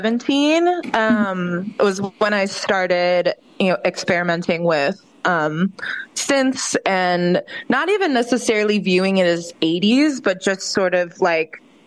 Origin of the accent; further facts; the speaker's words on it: Florida, United States; You know, like where I grew up in Florida, I didn't really know another gay person